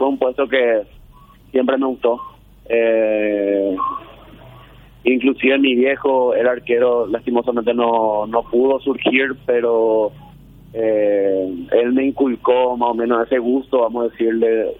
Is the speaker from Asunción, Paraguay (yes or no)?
yes; Asunción, Paraguay; Yo soy de Asunción.